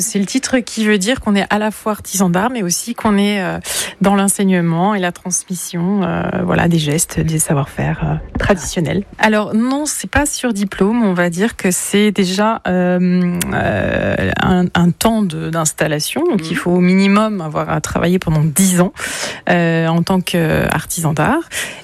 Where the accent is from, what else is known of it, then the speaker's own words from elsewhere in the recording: Cholet, Pays de la Loire, France; Alors moi je venais de la région de Cholet, dans le Maine-et-Loire.